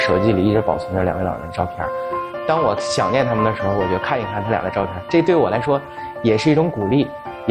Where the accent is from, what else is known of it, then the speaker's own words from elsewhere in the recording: Northeast China, China; now in Beijing, China; 从小在村里长大，家里会养鸡，从夏天养到秋天，到入冬的时候杀掉炖什么呀，炖咱们东北山里边的特产榛蘑